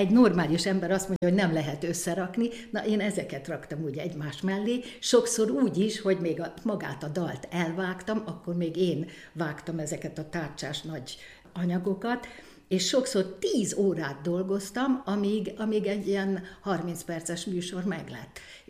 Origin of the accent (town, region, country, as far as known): Hungary